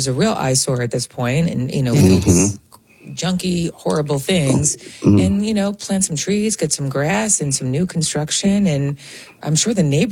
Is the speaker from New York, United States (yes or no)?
yes; New York, United States; accent: Long Island; Super Long Island girl. I sense my Long Island accent.